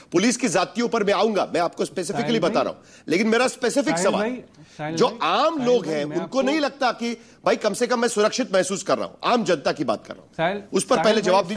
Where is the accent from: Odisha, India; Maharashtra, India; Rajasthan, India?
Maharashtra, India; Mumbai; मैं मुंबई से आता हूं